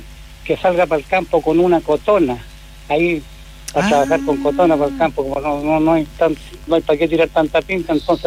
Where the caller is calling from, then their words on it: Curicó, Maule, Chile; Aquí estoy en la sintonía 95.5 en Curicó.